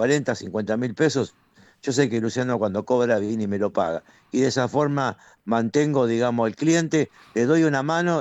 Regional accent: Morón, Buenos Aires Province, Argentina; usted sabe que soy de Morón

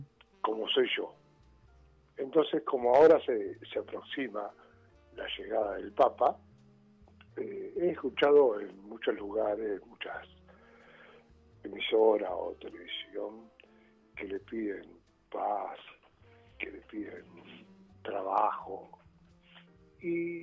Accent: Almagro, Buenos Aires, Argentina

